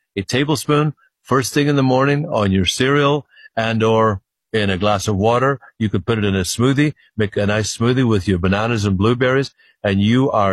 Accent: Ireland; Well, I was a sickly child when I was growing up in Ireland.

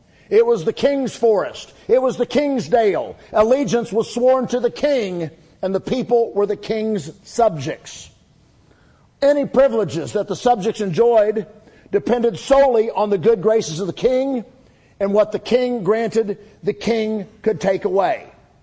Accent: United States; we enjoy as American citizens.

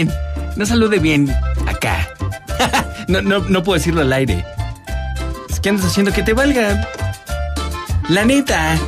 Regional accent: Toluca, State of Mexico, Mexico; born there; Yo nací en Santa Clara, en Toluca.

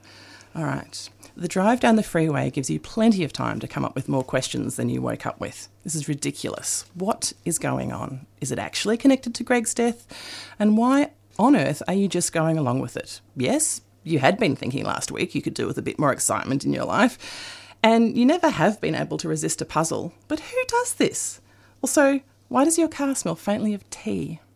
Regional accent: Castlemaine, Victoria, Australia; my hometown of Castlemaine

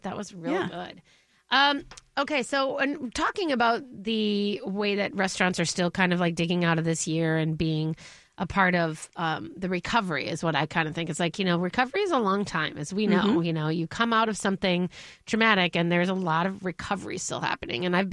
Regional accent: Minnesota, United States; like, I feel like there is a, you know, like a real joy of being a Minnesotan.

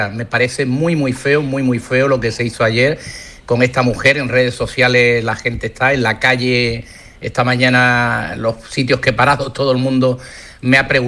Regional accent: Andalusia, Spain

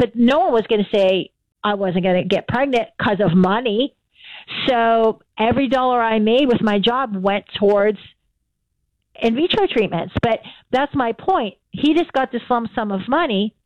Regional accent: Pittsburgh, Pennsylvania, United States; I'm from Pittsburgh.

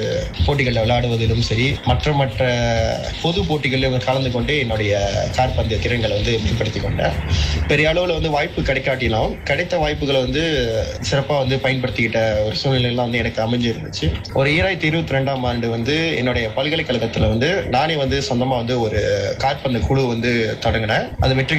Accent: Kuala Selangor, Selangor, Malaysia; என்னுடைய சொந்த ஊர் வந்து கோலஸ்லங்கோர்.

